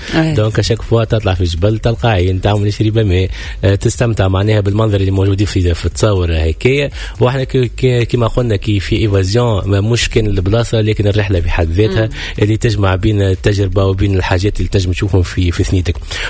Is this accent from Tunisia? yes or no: yes; Tunisia